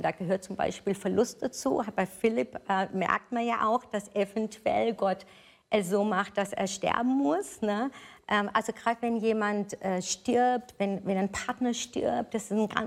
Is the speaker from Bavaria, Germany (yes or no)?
yes; Nuremberg, Bavaria, Germany; ich komme aus Nürnberg